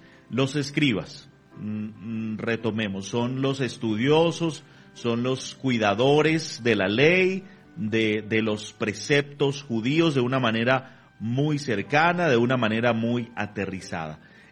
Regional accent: Venezuela; Y aquí mi llamado también y mi reflexión personal como venezolano, mi reflexión hacia mis hermanos venezolanos

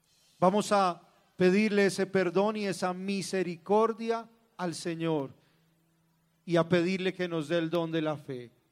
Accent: Colombia

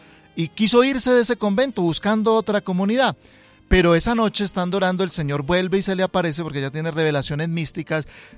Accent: Cúcuta, Norte de Santander, Colombia; now in Bogotá, Colombia; Cúcuta, mi tierra natal

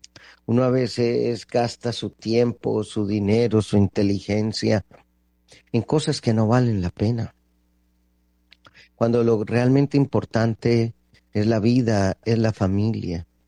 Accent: Colombia

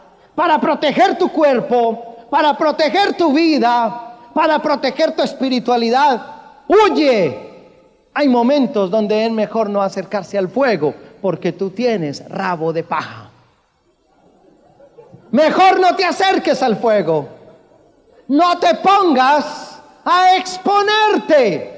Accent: Colombia; Yo soy colombiano. Nos encanta a los colombianos el café.

